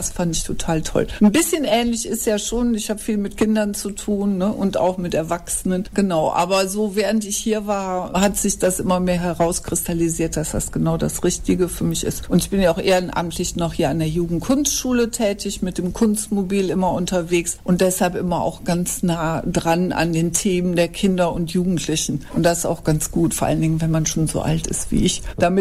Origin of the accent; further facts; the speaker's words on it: Wipperfürth, North Rhine-Westphalia, Germany; born there; Ich bin auch hier in Wipperfürth geboren und deshalb hier auch eng mit der Stadt verbunden, war dann zwischendurch mal unterwegs